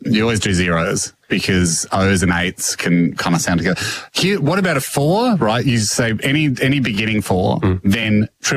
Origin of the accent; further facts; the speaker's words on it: Melbourne, Victoria, Australia; we grew up in Melbourne